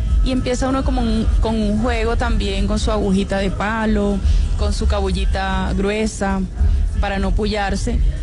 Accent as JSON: {"language": "Spanish", "country": "Colombia", "first_language": "Arhuaco", "second_language": "Spanish", "said": "Los estoy saludando en mi lengua nativa y les estoy diciendo que mi nombre en arhuaco es"}